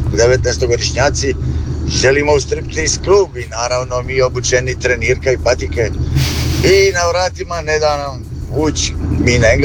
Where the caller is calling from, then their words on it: Split, Split-Dalmatia County, Croatia; kad kaže lik odakle ste, a mi iz Splita, a ja sam boksa u Splitu